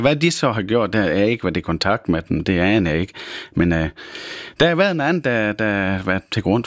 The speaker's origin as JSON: {"language": "Danish", "area": "Thy", "region": "North Denmark Region", "country": "Denmark", "said": "Det kan jeg ikke sige nej til som Thybo."}